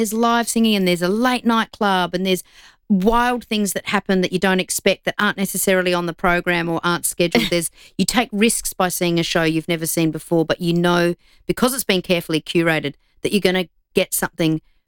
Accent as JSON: {"language": "English", "town": "Broken Hill", "region": "New South Wales", "country": "Australia", "tie": "born or raised there", "said": "when I grew up, I grew up in Broken Hill. I don't know whether it was the lead in the water or what it was there"}